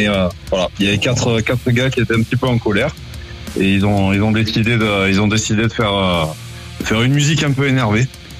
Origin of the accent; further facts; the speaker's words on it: Valence, Auvergne-Rhône-Alpes, France; On vient de Valence, donc on Valence, a un peu d'artichaut, un peu de vin. Valence, c'est au sud de, on va dire, c'est au sud de Lyon. C'est à une heure au sud de Lyon, à une heure de Grenoble.